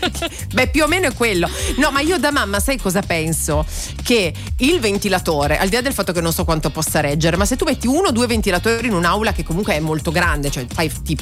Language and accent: Italian; Greece; io che sono greca